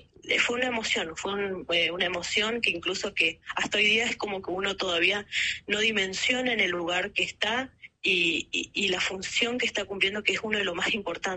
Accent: Formosa, Argentina; born there; now in Río Grande, Argentina; ambos nacimos en la provincia de Formosa. Sí. Residimos en Tierra del Fuego, Antártida, Isla del Atlántico Sur, más precisamente en Río Grande.

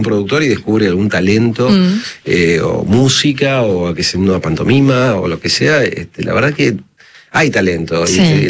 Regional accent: Buenos Aires, Argentina

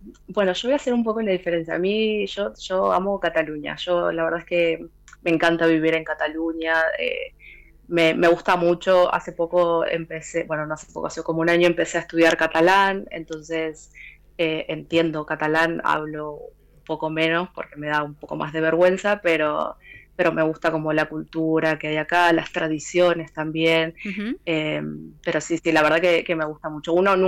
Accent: Argentina; moved away as an adult; now in Barcelona, Spain; Nosotros como argentinos lo vivimos desde que empezó el Mundial

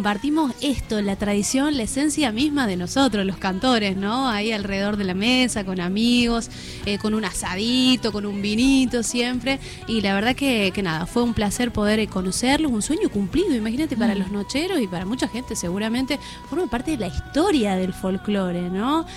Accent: Saujil, Catamarca, Argentina; moved away; Soy de Pomán de Saugil, un pueblito chiquito que se lleva todo mi amor

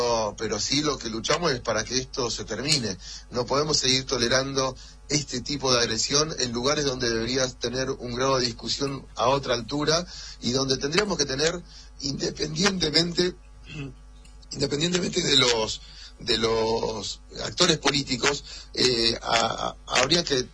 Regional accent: Santa Cruz, Argentina; al menos te lo dice alguien que viene de la provincia de Santa Cr

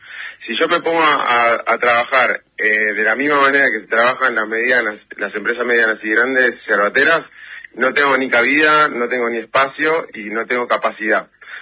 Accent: Buenos Aires, Argentina; Soy una persona de Capital Federal, y tomaba mate de manera social, cuando había mate en la mesa entre amigos y familia.

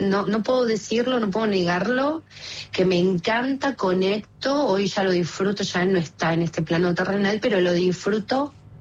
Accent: Banfield, Buenos Aires Province, Argentina; now in San Vicente, Argentina; zona sur, yo me crié en Banfield.

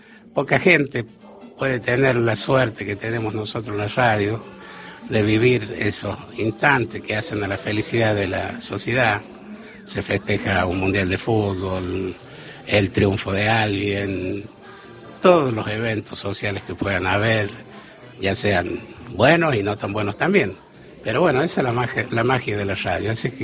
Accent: La Rioja, Argentina; Bueno, yo como buen riojano

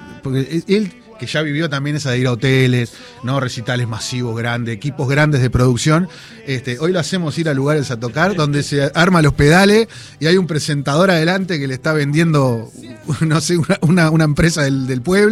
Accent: Uruguay; Nosotros somos músicos uruguayos

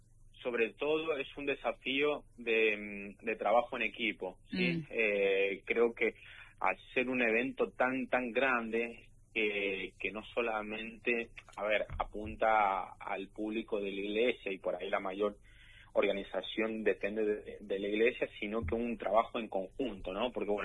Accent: Argentina

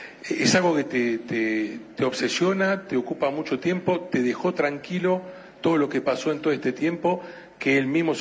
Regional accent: Argentina; el grupo humano, somos así los argentinos.

